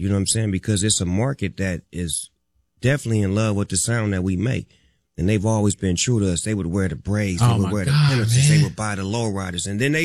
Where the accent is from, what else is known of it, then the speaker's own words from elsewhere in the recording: Long Beach, California, United States; I was afraid in the beginning because I'm so local. I'm from Long Beach and Willie knew Long Beach.